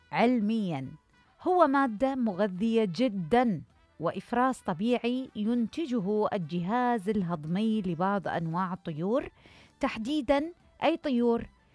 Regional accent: Iraq; أكو تعبيرات عندنا بالعراق

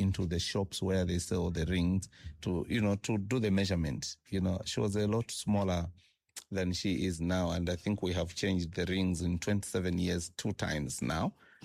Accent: Copperbelt, Zambia; I grew up in the Copper Belt

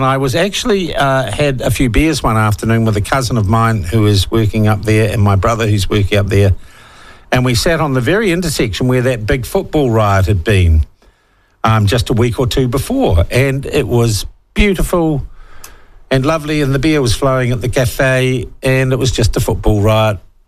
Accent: New Zealand; Yeah, we're like Australians, but the nice ones. I'm a New Zealander.

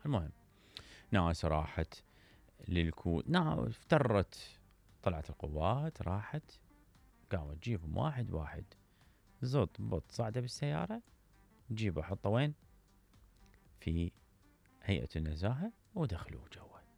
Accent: Iraq; احنا كمواطنين عراقيين

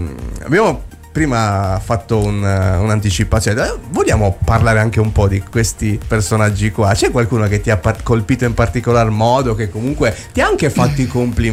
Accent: Sardinia, Italy; Poi noi da sardi assolutamente sappiamo.

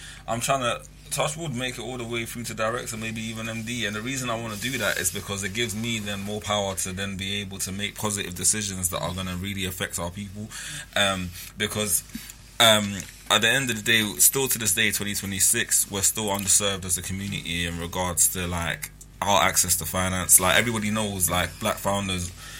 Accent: London, United Kingdom; I grew up in East London

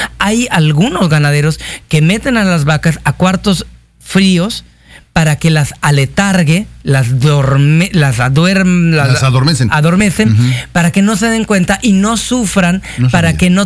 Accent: Mexico; decimos somos mexicanos y llevamos la bandera y el nopal en el corazón

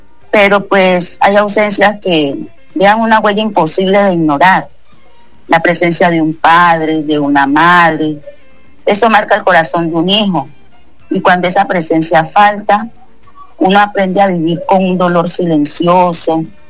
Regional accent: Buenaventura, Valle del Cauca, Colombia; born there; nací en Buenaventura, una tierra hermosa, llena de gente alegre, trabajadora

